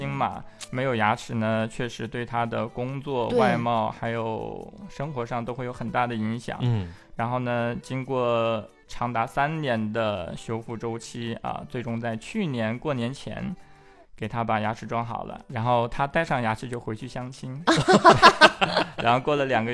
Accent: Wuhan, Hubei, China; moved away as an adult; now in Dongguan, China; 然后中途其实还回过我们老家湖北武汉，

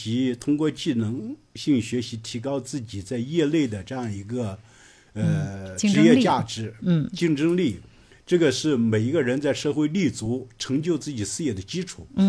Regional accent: China

